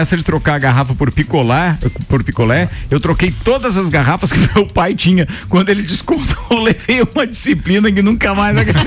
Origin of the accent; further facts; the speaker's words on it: Bom Retiro, Brazil; Essas coisas eu lembro que quando era criança, lá em Bom Retiro, a gente levava na venda pra trocar por bala, entendeu?